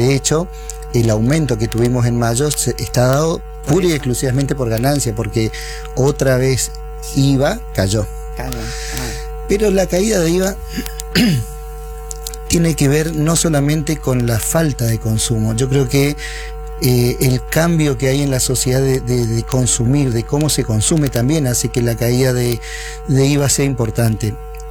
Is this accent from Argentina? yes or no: yes; Curuzú Cuatiá, Corrientes, Argentina; moved away as an adult; now in Corrientes, Argentina; Yo soy de Curuzú, Cuatiá. Nacido, criado, malcriado en Curuzú.